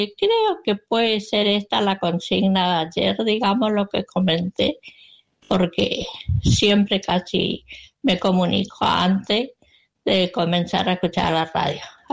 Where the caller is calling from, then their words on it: Resistencia, Chaco, Argentina; de Resistencia